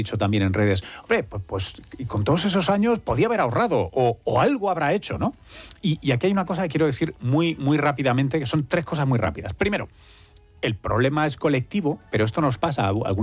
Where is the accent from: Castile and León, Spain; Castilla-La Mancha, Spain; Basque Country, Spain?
Castilla-La Mancha, Spain; Tomelloso; El de mi padre, mi familia. … de Tomelloso.